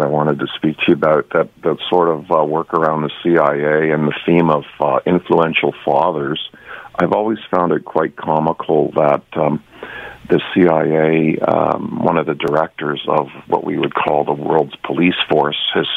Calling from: Mississauga, Ontario, Canada; I'm from Mississauga.

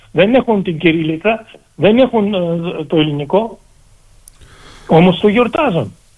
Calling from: Greece

